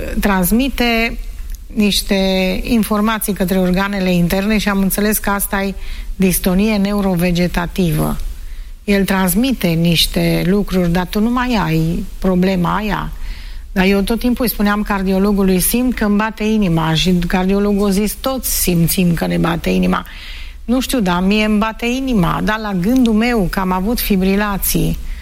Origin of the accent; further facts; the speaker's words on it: Romania; noi suntem români